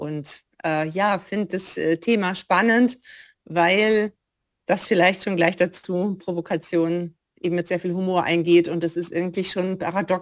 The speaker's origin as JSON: {"language": "German", "country": "Germany", "tie": "born or raised there", "moved": "as an adult", "lives_now": "Graz, Austria", "said": "Hamburg tatsächlich, also meiner, annähernd meiner Heimat. Also ich komme aus der Nähe und bin aber mit 50 Jahren vorrangig nach Graz gezogen, der Liebe wegen."}